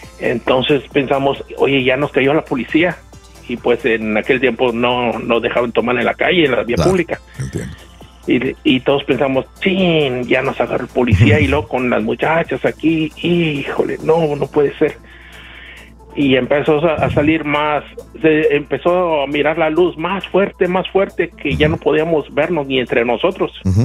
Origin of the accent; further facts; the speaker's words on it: San Miguel de Allende, Guanajuato, Mexico; soy de San Miguel de Allende, Guanajuato, uh-huh, donde te gusta ir.